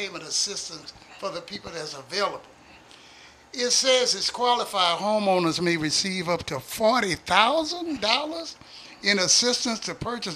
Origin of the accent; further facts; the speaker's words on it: Port Arthur, Texas, United States; I'm from Port Arthur.